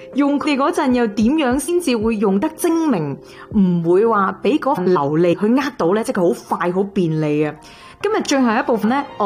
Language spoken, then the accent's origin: Cantonese; Canada